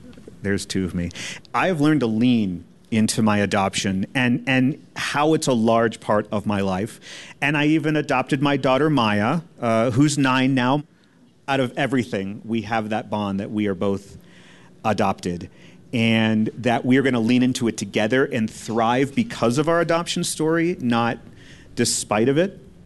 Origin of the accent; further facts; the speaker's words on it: El Paso, Texas, United States; born there; I was born in El Paso.